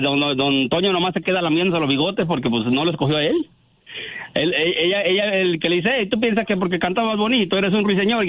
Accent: Guerrero, Mexico

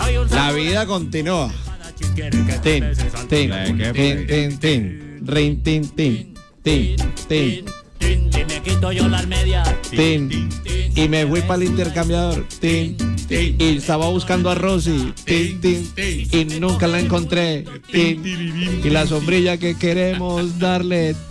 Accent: Antioquia, Colombia; a mí, por ejemplo, como buen paisa, no me gusta que me le quiten eso.

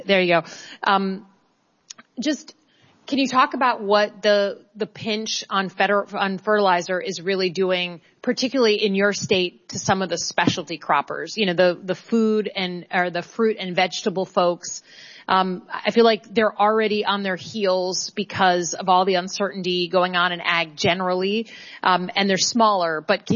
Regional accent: Michigan, United States; I come from Michigan, so specialty crop state.

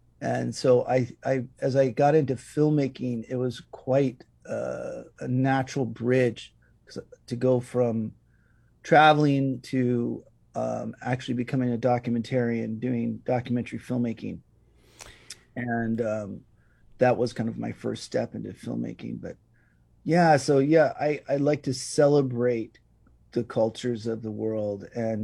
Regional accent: Hawaii, United States; And, you know, in the 70s, growing up on the Big Island, it was almost like a developing country, but I mean that in a really good way, quite rural. I was the only Haole kid, Caucasian kid of my friends growing up.

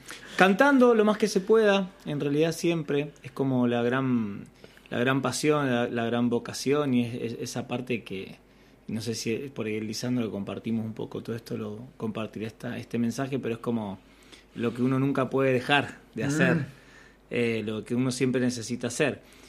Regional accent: Mendoza, Argentina; soy mendocino

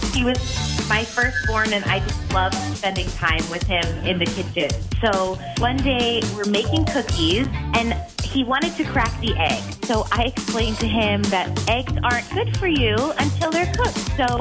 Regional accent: Janesville, Wisconsin, United States; I'm from Janesville, and I did not think of the worst case scenario.

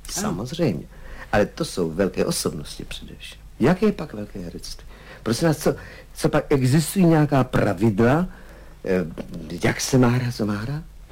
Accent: Smečno, Central Bohemian Region, Czechia; Já jsem prostý chlapec ze Smeče, který se vyšvihl.

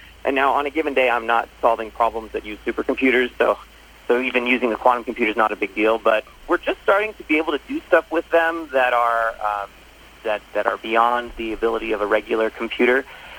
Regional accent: New York, United States; moved away as an adult; I was from New York, and I thought, you know, I'm from a you know, really big city, but I haven't really experienced that much life outside of the city.

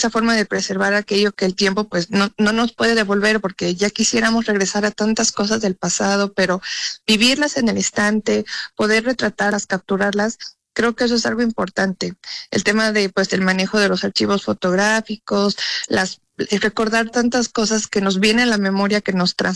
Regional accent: Mexico; born there; soy boliviana, mexicana, nací aquí en México, pero pues mis raíces son bolivianas. Pues el hecho de conectar mis dos países me enorgullecen

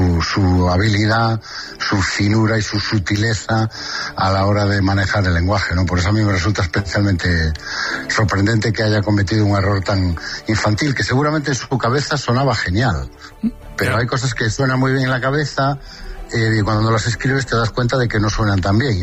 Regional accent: Galicia, Spain; yo soy de la Mañía de Lugo, que es lo más gallego que se puede ser.

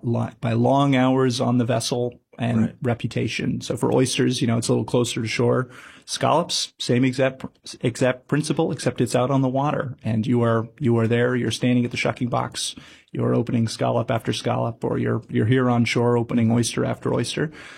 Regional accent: Midwest, United States; now in New Bedford, United States; I come from the Midwest originally.

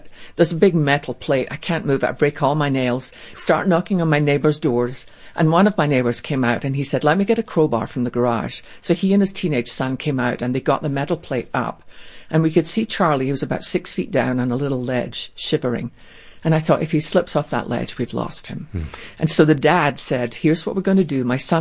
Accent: Scotland, United Kingdom; born or raised there

